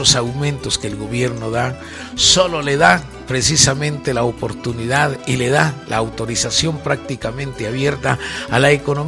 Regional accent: Guatemala; somos guatemaltecos conscientes

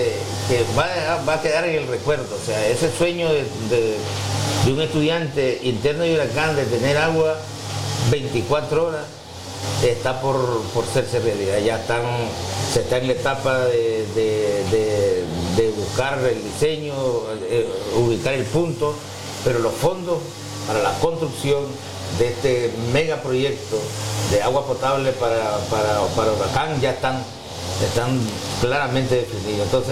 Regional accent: Nicaragua; los únicos responsables de transformar este país somos nosotros, somos los nicaragüenses.

